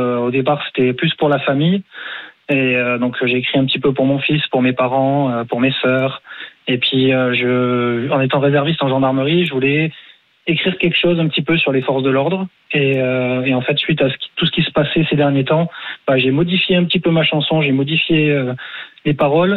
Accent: Mont-de-Marsan, Nouvelle-Aquitaine, France; now in Haute-Savoie, France; moi je suis originaire de Mont-de-Marsan, donc mon papa était pompier volontaire

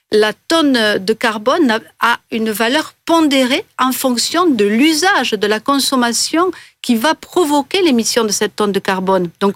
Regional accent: Pyrenees, France

